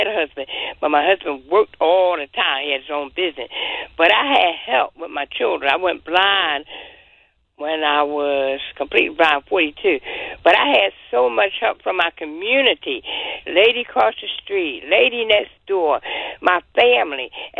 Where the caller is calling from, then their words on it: Philadelphia, Pennsylvania, United States; I'm from Philadelphia. You know, I'm an elder